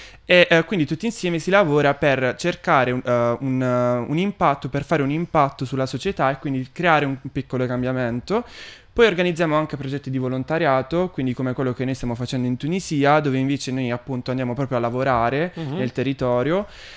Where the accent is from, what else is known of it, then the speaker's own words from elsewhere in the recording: Altamura, Apulia, Italy; ho 21 anni e vengo da Altamura, che è una città in provincia di Bari